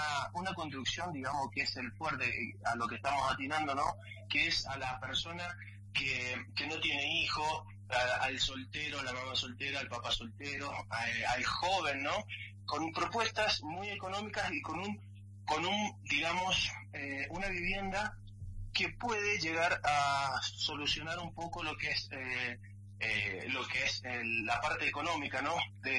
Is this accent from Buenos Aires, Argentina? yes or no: no; San José de Jáchal, San Juan, Argentina; moved away as an adult; Yo soy nacido y criado ahí en Hachal